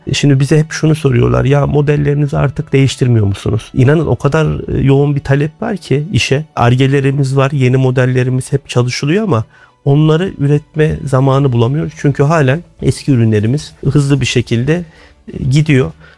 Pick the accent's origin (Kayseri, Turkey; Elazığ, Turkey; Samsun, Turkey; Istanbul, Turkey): Kayseri, Turkey; born there; Kayseri doğumluyum. 47 yaşındayım. 2 evladım var.